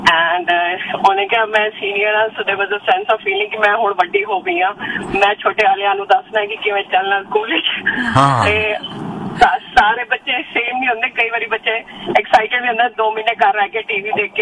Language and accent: Punjabi; Delhi, India; ਮੈਂ ਦਿੱਲੀ ਤੋਂ ਬਿਲੋਂਗ ਕਰਨੀ ਆ ਮੈਂ, ਬੜੀ ਜੰਪਲ ਮੇਰੀ ਉੱਥੇ ਦੀ ਹੈ ਤੇ ਮੈਂ ਇੱਥੇ ਪੜ੍ਹੀ ਆ।